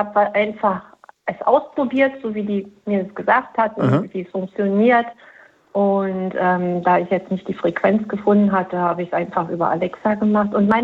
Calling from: Berlin, Germany; Ich rufe aus Berlin-Wilhelmsruh an, Pankow-Wilhelmsruh.

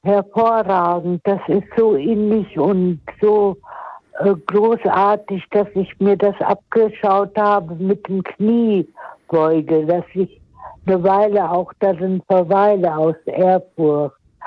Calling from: Berlin, Germany; Ich komme jetzt aus Berlin, aber ich schaue jeden Morgen den Kölner Dom

